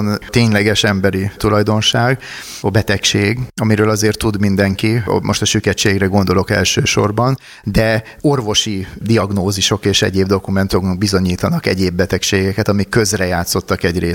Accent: Balassagyarmat, Nógrád, Hungary; born there; balassagyarmati születésű vagyok

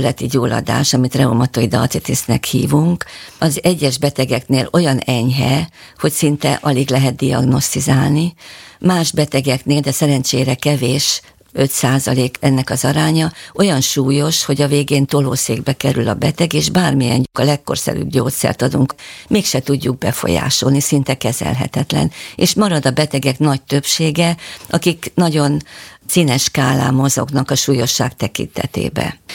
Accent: Nyíregyháza, Szabolcs-Szatmár-Bereg, Hungary; born there; also born or lived in Máriapócs; én Nyíregyházán születtem, de Máriapocson éltem 3 éves koromig, ahol nagyapám görög katolikus pap volt

